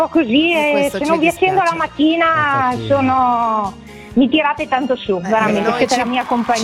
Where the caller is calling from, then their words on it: Buttapietra, Veneto, Italy; io precisamente abito a Buttapietra, che è un paesino in provincia di Verona.